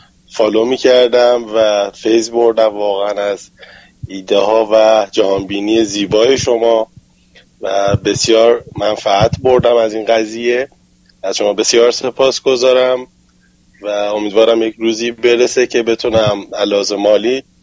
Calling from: Iran; من از ایران هستم عمو جان

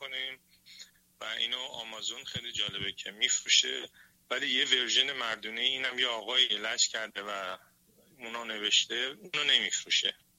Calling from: Iran

